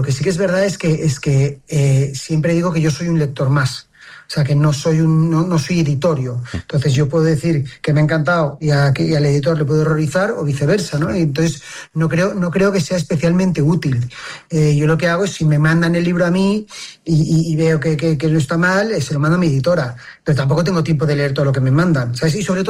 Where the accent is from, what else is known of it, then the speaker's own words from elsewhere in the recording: Barcelona, Catalonia, Spain; Barcelona es un imperdible 100%, porque además yo soy barcelonés, claro.